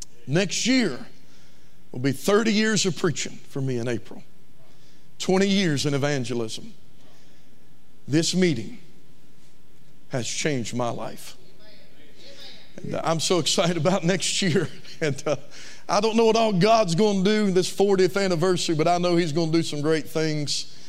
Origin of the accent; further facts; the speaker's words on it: Alexander, Virginia, United States; born there; also born or lived in Loudoun County, Virginia; I was born in Alexander, Virginia.